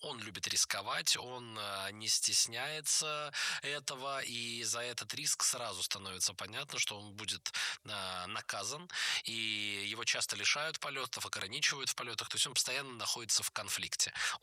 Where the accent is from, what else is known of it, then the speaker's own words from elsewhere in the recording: Nizhny Novgorod, Nizhny Novgorod Oblast, Russia; born there; я, как человек, родившийся в Нижнем Новгороде, как нижегородец